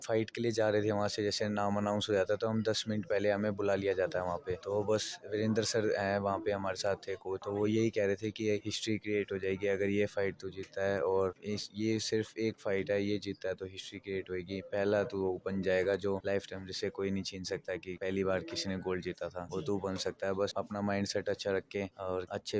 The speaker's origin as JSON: {"language": "Hindi", "region": "Delhi", "country": "India", "said": "sir मैं दिल्ली का रहने वाला हूँ, द्वारका मोड़ से यहाँ रहता हूँ मैं, द्वारका मोड़ पे"}